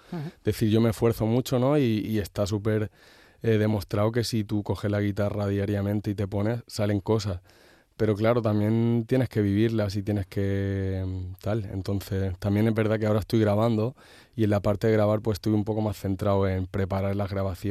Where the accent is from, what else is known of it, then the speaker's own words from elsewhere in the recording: Catalonia, Spain; born there; now in Mallorca, Spain; estoy a 1 hora de Barcelona o así